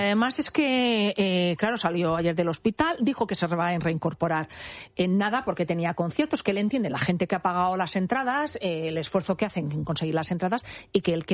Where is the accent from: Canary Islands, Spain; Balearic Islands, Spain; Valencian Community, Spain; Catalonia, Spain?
Balearic Islands, Spain; y yo me voy a coger unos días que me voy a mi tierra, que tengo muchas ganas de irme. Me voy a Mallorca